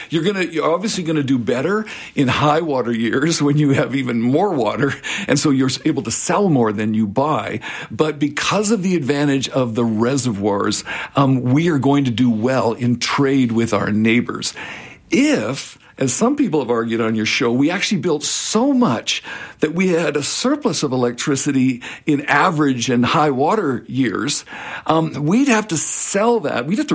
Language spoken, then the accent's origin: English; Vancouver, British Columbia, Canada; also born or lived in France; I'm from Vancouver. I did my doctorate in France. I didn't know I'd come back, but I've been a professor here for a long career.